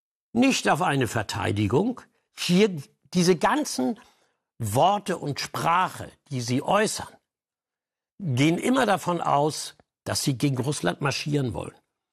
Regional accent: Germany

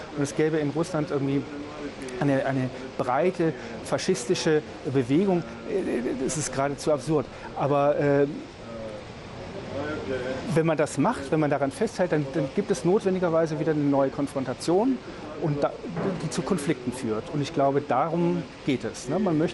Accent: Germany; ich als Deutscher

